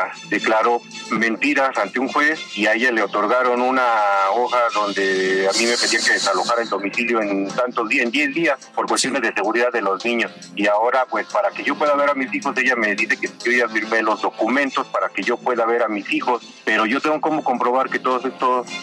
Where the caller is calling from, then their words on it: Iztacalco, Mexico City, Mexico; De aquí, de Iztacalco.